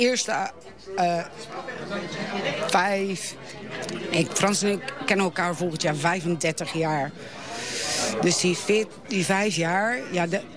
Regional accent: Raar, South Holland, Netherlands; Want ik kwam uit de Rara

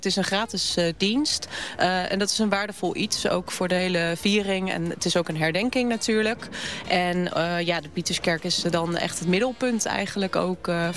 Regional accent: Leiden, South Holland, Netherlands; moved away as an adult; now in Delft, Netherlands; Ik ben een echte Leidenaar. Wel verhuisd sinds april naar Delft.

